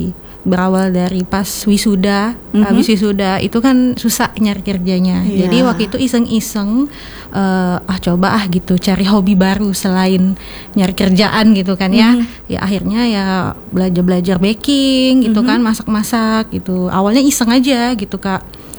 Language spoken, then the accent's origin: Indonesian; Palembang, South Sumatra, Indonesia; Saya tinggal di Palembang, udah dari kecil gitu.